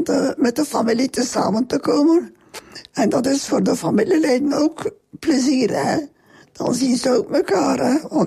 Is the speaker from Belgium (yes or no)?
yes; Halmaal, Flanders, Belgium